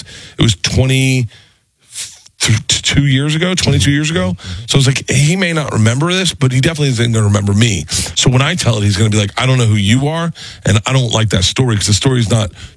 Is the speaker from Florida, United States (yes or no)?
yes; Florida, United States; I grew up in Florida, man. Lightning's everywhere.